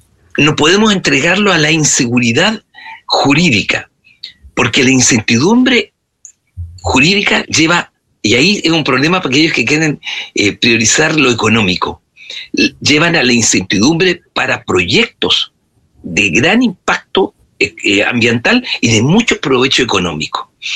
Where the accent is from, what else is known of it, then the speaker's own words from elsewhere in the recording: Chile; Comenzamos a pelearlos como chilenos.